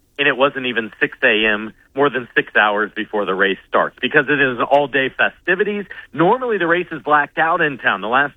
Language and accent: English; Indiana, United States; I'm from Central Indiana, so I grew up going to the race.